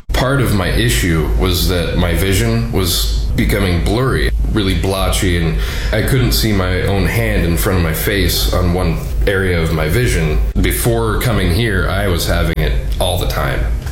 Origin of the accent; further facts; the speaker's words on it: Portland, Oregon, United States; I'm from Portland, Oregon.